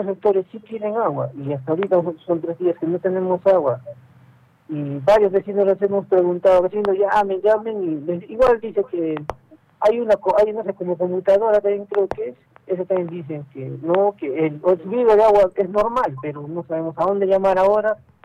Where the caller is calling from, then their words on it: Arequipa, Peru; Llamo de Con Carpata, de Jorge Chávez.